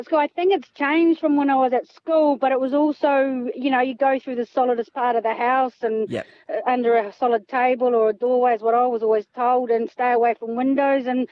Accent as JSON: {"language": "English", "country": "New Zealand", "said": "but like I said, I'm a Kiwi, so I've heard earthquakes and felt earthquakes before"}